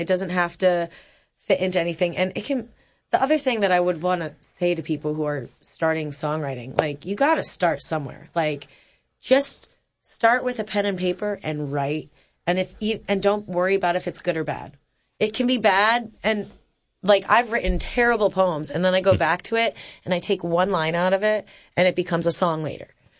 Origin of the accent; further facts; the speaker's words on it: Rhode Island, United States; I grew up in Rhode Island, and my friend Deneed would come over